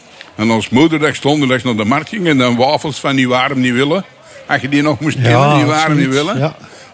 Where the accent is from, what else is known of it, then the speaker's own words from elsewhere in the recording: Antwerp, Flanders, Belgium; We zijn geboren en getogen in Deurne, 75 jaar geleden. En toen woonden wij op de Lakborslui.